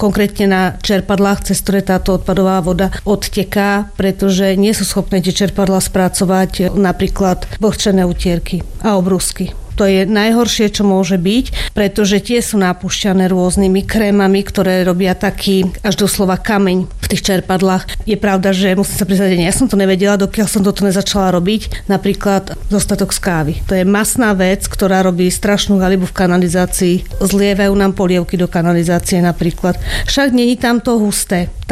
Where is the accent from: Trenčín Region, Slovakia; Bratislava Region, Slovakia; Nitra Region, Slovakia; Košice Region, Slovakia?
Bratislava Region, Slovakia; Malacky; Nie, ja som rodená Malačanka, ale môj otec pochádza zo Zohoru.